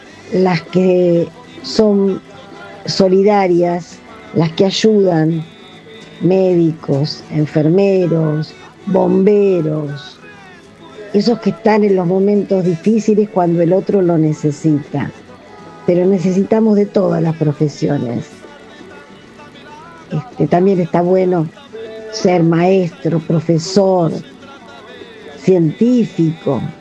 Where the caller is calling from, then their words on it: Buenos Aires, Argentina; de Colegiales.